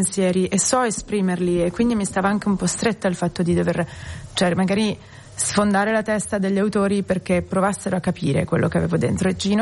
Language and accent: Italian; Milan, Lombardy, Italy; sono milanese